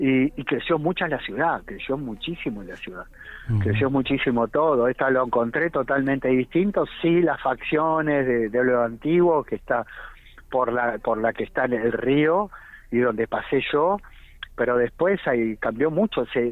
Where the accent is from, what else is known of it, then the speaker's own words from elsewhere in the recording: Buenos Aires, Argentina; born there; nací en Capital Federal.